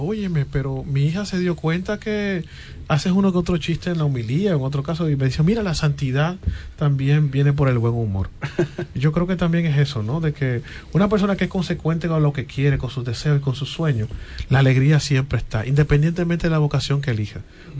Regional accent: Santo Domingo, Dominican Republic; now in Havana, Cuba; de Santo Domingo, y tengo mi trabajo pastoral en La Habana, Cuba.

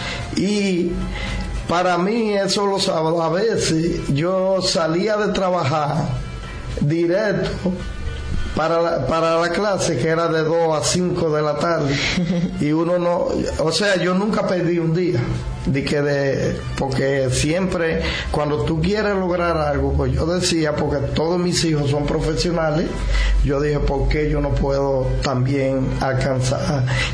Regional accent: Naranjal, Dominican Republic; yo soy de Naranjal

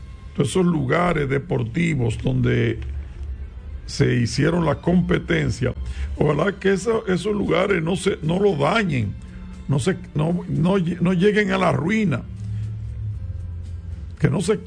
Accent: Dominican Republic; nuestro país, República Dominicana

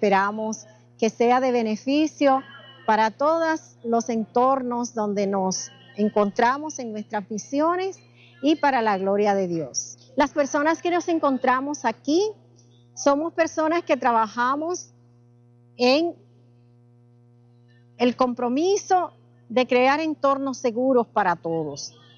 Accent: Dominican Republic

